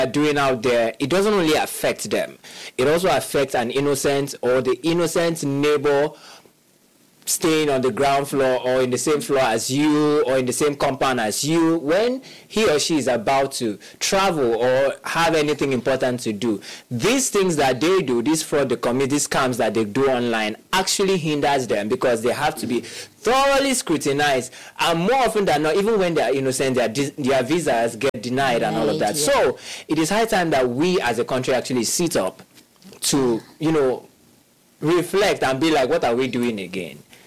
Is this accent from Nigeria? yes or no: yes; Nigeria